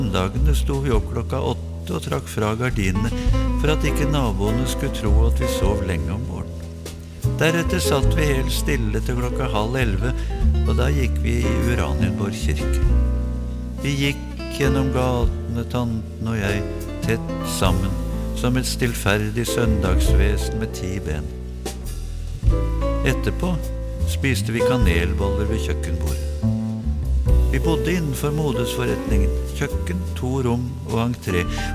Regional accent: Oslo, Norway; Jeg vokste opp ved Holbergs plass, hos fire bitte små tanter, som var så generte at de nesten gikk i ett med tapetene.

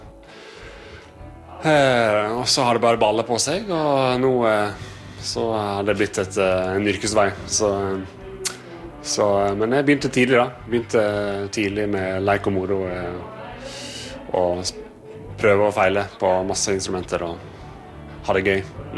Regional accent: Western Norway, Norway; så jeg er vestlending, så jeg er vant til litt vær og regn og vind

